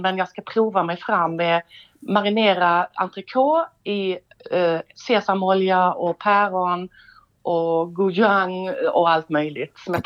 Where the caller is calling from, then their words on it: Nyhamnsläge, Skåne, Sweden; Jag är en glad pensionär här hemma i Nyhamns läge och innan har jag jobbat som lärare i 40 år.